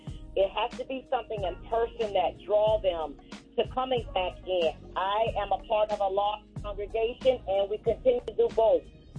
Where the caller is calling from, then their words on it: Atlanta, Georgia, United States; I'm calling from Atlanta.